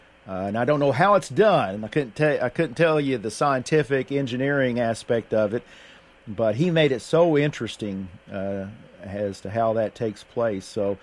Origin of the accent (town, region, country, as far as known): Tennessee, United States; born there; moved away